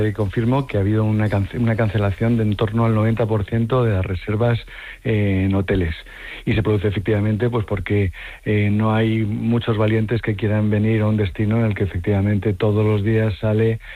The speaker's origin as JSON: {"language": "Spanish", "town": "Madrid", "region": "Community of Madrid", "country": "Spain", "said": "yo soy madrileño, yo conocí Ceuta cuando en el año"}